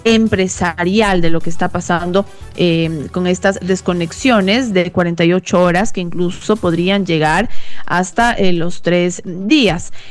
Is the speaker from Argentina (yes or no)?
no; Ecuador; Pero también nosotros como ecuatorianos podemos hacer lo nuestro